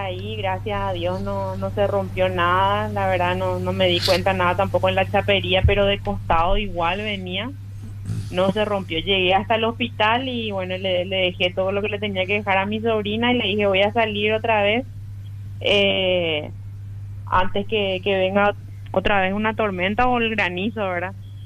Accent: Paraguay; yo no soy de Asunción, pero bueno, es nuestra capital y es donde más estamos. Trabajo en Asunción

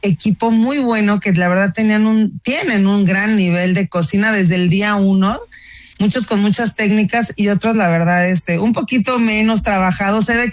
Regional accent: Mexico; pues es una cocina que a mí me resulta como mexicana bastante dulce

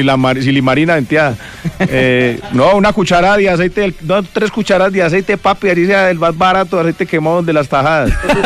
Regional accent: Colombia; yo soy colombiano

